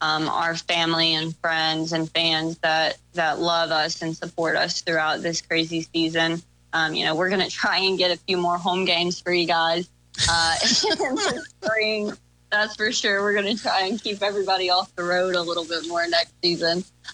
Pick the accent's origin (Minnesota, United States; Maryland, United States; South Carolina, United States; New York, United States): South Carolina, United States; and I grew up in South Carolina, and so I'm a little bit more Baptist myself.